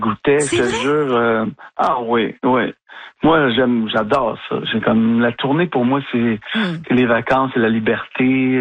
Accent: Quebec, Canada; born there; J'ai passé toute ma vie au lac des Piles. Tu sais, je veux dire, on escaladait le rocher de grand-mère quand j'étais petit. J'ai beaucoup joué dans la Mauricie, puis je me suis amusé beaucoup là-bas. Ma famille est là.

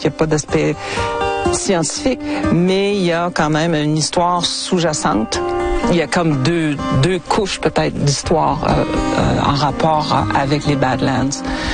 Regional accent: Rouyn-Noranda, Quebec, Canada; Moi, quand j'ai grandi, à Rouyn-Noranda, il n'y avait pas beaucoup de livres.

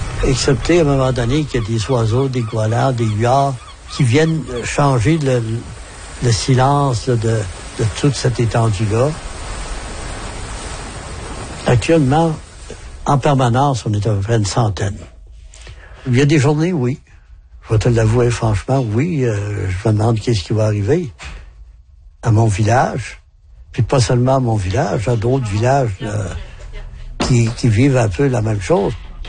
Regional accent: Tête-à-la-Baleine, Quebec, Canada; J'ai grandi ici à Tétalavanen. À l'âge de 15 ans, je suis parti pour des études et je suis revenu à l'âge de 24 ans comme enseignant.

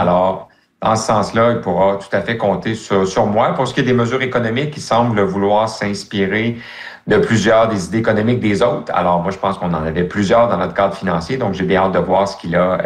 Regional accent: Quebec, Canada; Moi, je suis un fier francophone, je suis un fier québécois.

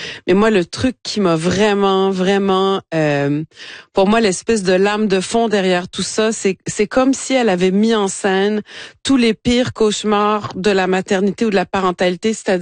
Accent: Chicoutimi, Quebec, Canada; Donc moi, je suis une Québécoise de souk ou un bleuet tunisien, comme vous préférez, mais je suis née au Saguenay, à Chicoutimi, oui. J'ai grandi ici

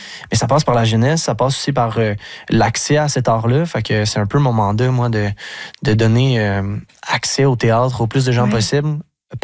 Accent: Lac-aux-Sables, Quebec, Canada; je viens de Lac aux Sables, un petit village où ça peut être difficile d'être en contact avec la culture ou les arts.

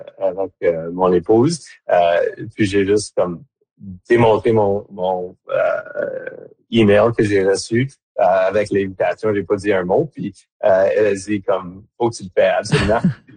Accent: Timmins, Ontario, Canada; now in Sudbury, Canada; les familles de Timmins, d'où que je suis originaire

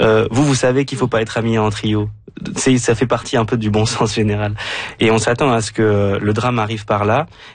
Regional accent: Nancy, Grand Est, France; J'ai grandi à Nancy.

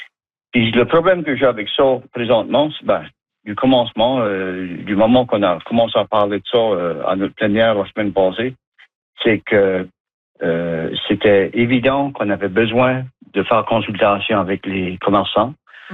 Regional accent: New Brunswick, Canada; Moi, mon héritage, c'est acadien. Mm-hmm. Je suis fier acadien. Ma famille est ici depuis 1643.

